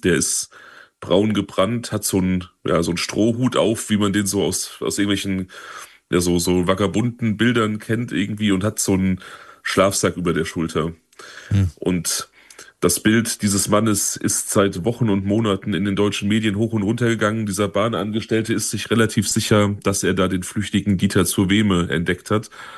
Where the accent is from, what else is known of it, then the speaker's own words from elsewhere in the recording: North Rhine-Westphalia, Germany; Die Franzosen, die sind auch durch meine Heimat, den Hickengrund marschiert